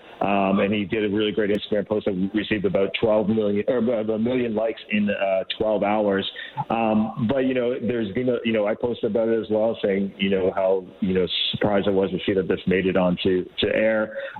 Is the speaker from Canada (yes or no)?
yes; Canada; as a Canadian growing up and being schooled on Terry Fox, I knew everything I knew about Terry.